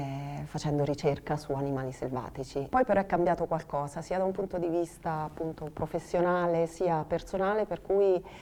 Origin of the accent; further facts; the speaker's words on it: Todi, Umbria, Italy; also born or lived in Perugia; Sono nata fisicamente a Perugia, in Umbria, ma sono cresciuta e vissuta a Todi, nelle colline di Todi, nel centro dell'Umbria.